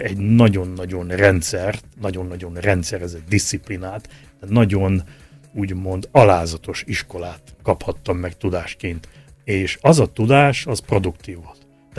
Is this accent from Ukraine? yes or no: yes; Tiszasalamon, Zakarpattia Oblast, Ukraine; olyan gyönyörű tájról, gyönyörű szűk pátriából érkezik az ember, mint Kárpátalja.